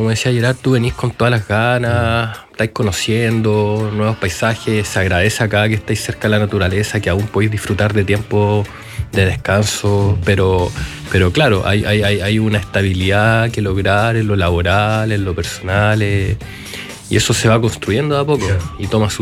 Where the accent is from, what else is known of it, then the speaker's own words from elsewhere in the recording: Santiago, Santiago Metropolitan Region, Chile; Santiaguino, pero ya hace 14 años.